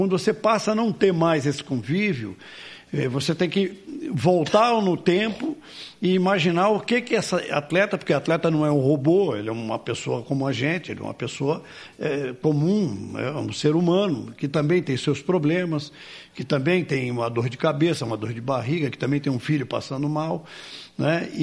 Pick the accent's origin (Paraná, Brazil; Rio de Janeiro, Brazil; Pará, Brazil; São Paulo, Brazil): Rio de Janeiro, Brazil; Niterói; Eu sou, eu nasci em Niterói, né? Eu nasci em Niterói e morei tempos lá, mas eu morei mais no mundo do que no Rio de Janeiro, do que em Niterói.